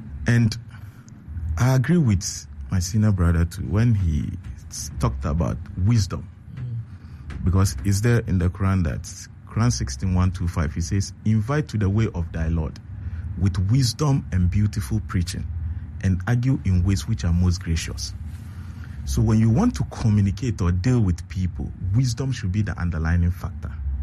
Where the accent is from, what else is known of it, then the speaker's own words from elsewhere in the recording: Accra, Greater Accra, Ghana; also born or lived in Upper West Region; I was born and bred in Mamobi, but I'm from Upper West Region. Because I wanted to have touch of the North, after schooling in Accra, completing Kotobabi 7 JHS, I decided to go up north for my secondary education.